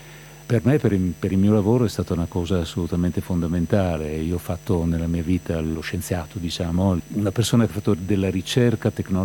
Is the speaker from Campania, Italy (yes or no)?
no; Trieste, Friuli-Venezia Giulia, Italy; also born or lived in Brazil; io sono, diciamo, di origini triestine, nel senso che sono triestino di per sangue e per formazione. I miei si sono trasferiti nel Brasile nel 48, 1948, la prima ondata di emigrazione post-bellica per quanto riguarda la città di Trieste, e sono tornati nel 59